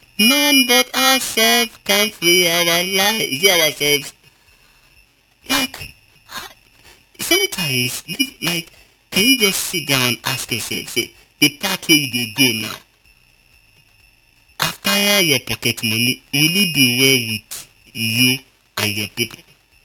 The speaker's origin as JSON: {"language": "English", "region": "Lagos", "country": "Nigeria", "tie": "born or raised there", "said": "I grew up in Lagos."}